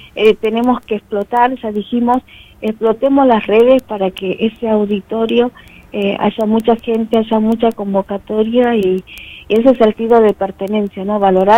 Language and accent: Spanish; Santa Cruz, Argentina; nos atraviesa a todos los santacruceños